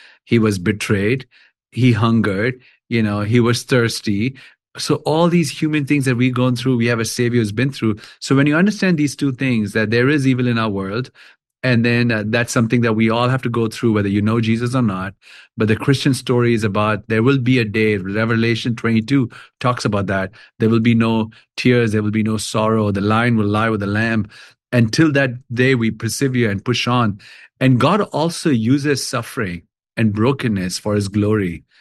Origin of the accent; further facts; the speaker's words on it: Kolkata, West Bengal, India; And I had got to meet Mother Teresa growing up in Calcutta and seen our work.